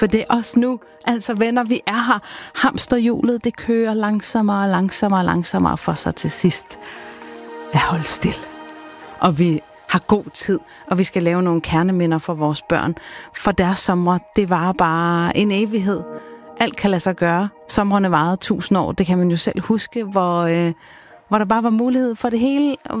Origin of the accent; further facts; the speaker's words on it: Bornholm, Capital Region of Denmark, Denmark; nogle af byerne på Bornholm, hvor jeg er vokset op.